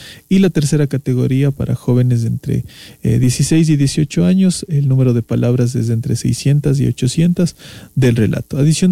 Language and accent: Spanish; Ecuador; parte de nuestro territorio que es de Ecuador, lo que nos hace sentir parte también como ecuatorianos